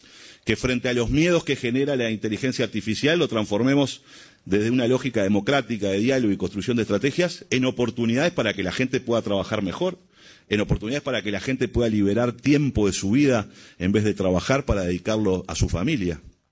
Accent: Uruguay

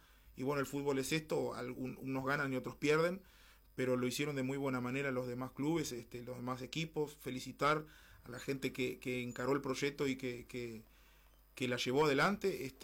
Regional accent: Tranqueras, Rivera, Uruguay; Y la verdad que me agrada mucho ver eso en mi pueblo, en nuestro estadio, la cantidad de jugadores, el dinamismo que existió.

